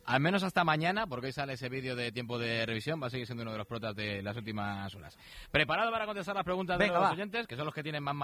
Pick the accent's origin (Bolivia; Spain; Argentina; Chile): Spain; Leganés, Community of Madrid; Yo como soy de Leganés